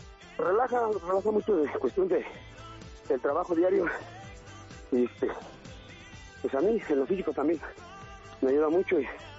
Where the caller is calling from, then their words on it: Tequixquiac, State of Mexico, Mexico; aquí en el estado de México, Texquiac.